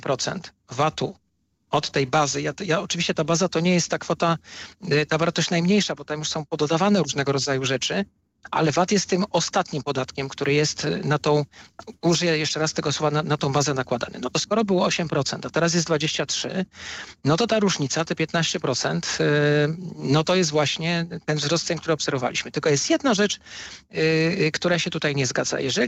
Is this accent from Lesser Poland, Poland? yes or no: yes; Kraków, Lesser Poland, Poland; Ja jestem z Krakowa